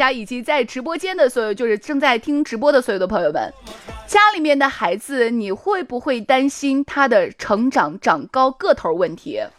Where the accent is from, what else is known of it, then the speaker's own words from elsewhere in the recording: Shaanxi, China; 反正对于我们陕西人来说